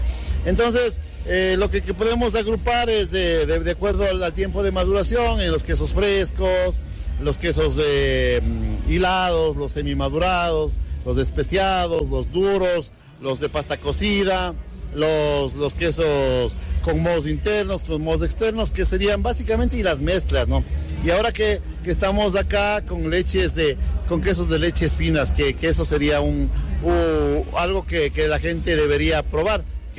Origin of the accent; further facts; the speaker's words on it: Ecuador; Siempre en Ecuador, mi papá, cuando se levantaba en la mañana, sintonizaba solo radios de Colombia, porque eran las que entraban, Todelar, Caracol, CRN, que eran las tres radios fuertes que entraban a Ecuador, y me crié escuchando los programas agropecuarios